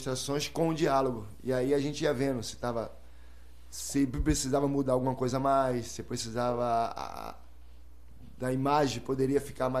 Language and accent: Portuguese; Ubaitaba, Bahia, Brazil; moved away; also born or lived in Rio de Janeiro / Portugal / Slovenia; voltar agora à minha cidade natal para mostrar esse livro.